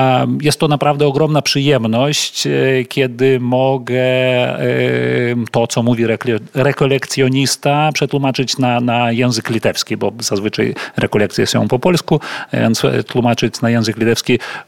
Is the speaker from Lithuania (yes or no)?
yes; Eišiškės, Vilnius County, Lithuania; also born or lived in Warsaw, Poland; Nie jestem Wilniukiem, jestem z Wileńszczyzny, urodzony w Wejszyszkach, wychowałem się też w malutkim miasteczku.